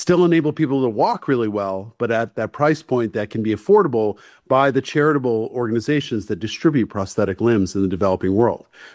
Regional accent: New England, United States; accent: New England; So, you know, wicked, I like the word wicked because I'm from New England.

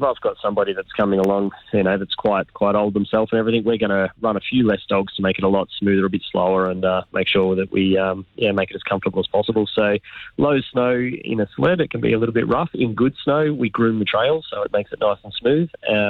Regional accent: Australia; I've realised along the way that I'm Australian.

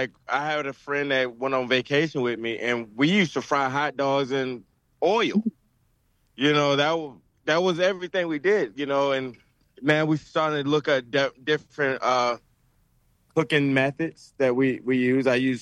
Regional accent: the South, United States; I'm from the South. I'm Southern as hell.

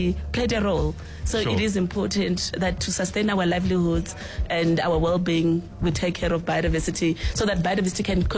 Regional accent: Vuwani, Limpopo, South Africa; born there

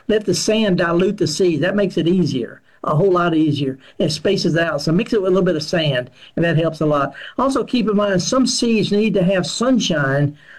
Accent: Baton Rouge, Louisiana, United States; He's from my hometown in Baton Rouge.

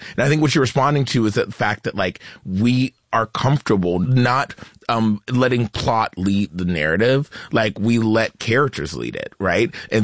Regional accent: United States; we're American.

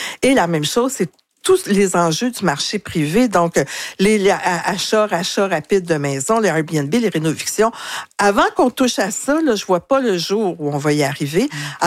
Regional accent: Quebec, Canada

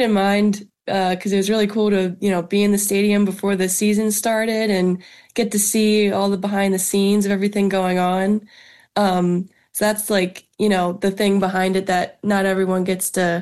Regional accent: Pennsylvania, United States; Yeah, I grew up in the Philly suburbs, so always been a Phillies fan.

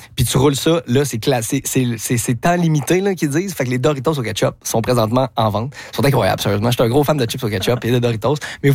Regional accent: Quebec, Canada; on est des gars de créativité, on est québécois

